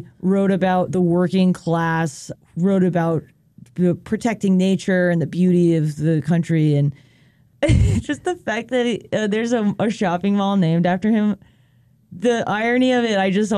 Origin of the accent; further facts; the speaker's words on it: New York, United States; No, well, I'm from Long Island.